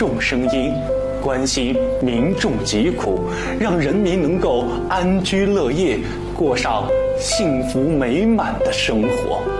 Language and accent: Chinese; Guoyang, Anhui, China; 回到了我的家乡老子故里道源郭阳